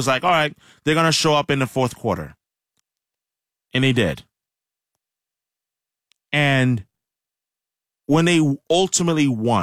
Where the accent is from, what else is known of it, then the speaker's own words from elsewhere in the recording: New York City, New York, United States; all those years growing up in Brooklyn